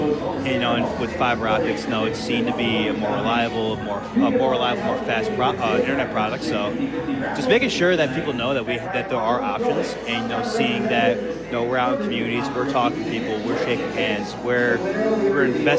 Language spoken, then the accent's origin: English; Binghamton, New York, United States; I grew up in Binghamton